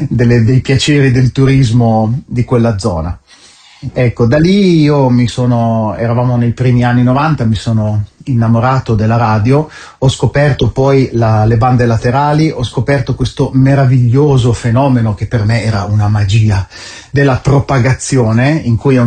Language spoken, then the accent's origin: Italian; Porto Garibaldi, Emilia-Romagna, Italy; sono nato a Porto Garibaldi, in provincia di Ferrara